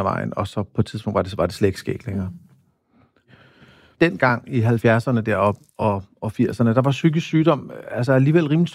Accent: Copenhagen, Capital Region of Denmark, Denmark; jeg voksede op på Amagerbrogade

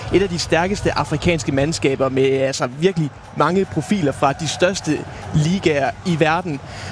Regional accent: Mors, North Denmark Region, Denmark; Nej, men jeg stammer jo fra Mors.

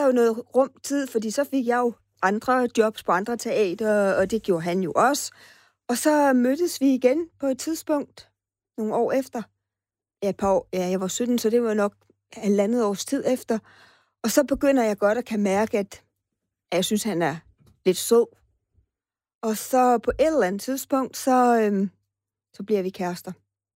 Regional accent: Fredericia, Region of Southern Denmark, Denmark; Jamen, jeg kommer fra Fredericia, og jeg bor herovre alene og sådan noget.

